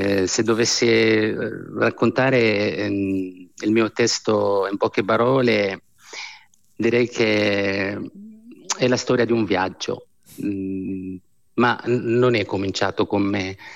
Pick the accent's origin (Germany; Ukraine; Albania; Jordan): Jordan; Amman, Amman Governorate; Io sono nata ad Amman, sono cresciuto in una famiglia numerosa, in una casa dove c'era affetto, tradizione, religione, ma anche tante domande.